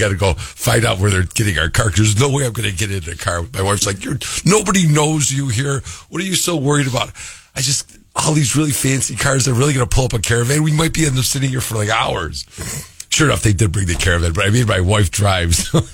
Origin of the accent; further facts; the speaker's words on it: Rochester, New York, United States; She goes, where are you from? I go, Rochester, New York.